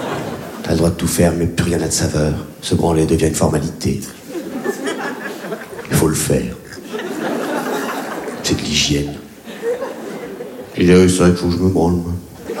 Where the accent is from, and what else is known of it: Réunion, France; born or raised there